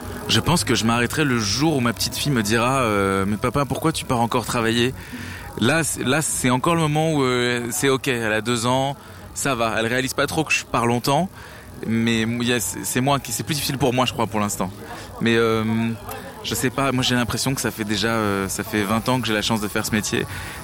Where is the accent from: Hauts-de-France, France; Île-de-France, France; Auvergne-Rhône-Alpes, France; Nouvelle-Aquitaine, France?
Auvergne-Rhône-Alpes, France; born there; moved away; quand j'étais adolescent, que j'habitais en Haute-Savoie